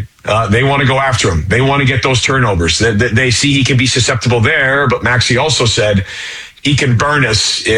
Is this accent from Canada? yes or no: yes; Canada; And I certainly, as a Canadian, your heart gets fuller because you always want to see a Canadian quarterback do well